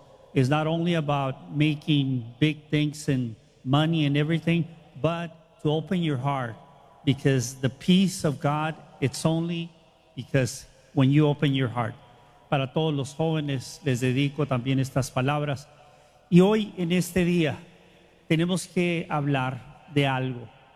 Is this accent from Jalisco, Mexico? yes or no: no; Tijuana, Baja California, Mexico; yo soy de Tijuana, nací en Tijuana.